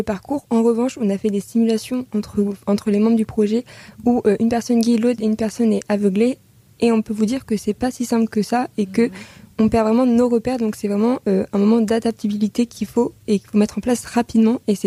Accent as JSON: {"language": "French", "town": "Chinon", "region": "Centre-Val de Loire", "country": "France", "lives_now": "Tours, France", "said": "j'ai 20 ans, je viens de Chinon"}